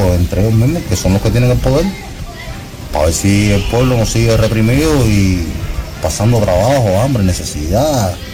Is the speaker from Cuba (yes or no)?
yes; Cuba; porque yo no quisiera irme del país, porque yo soy cubano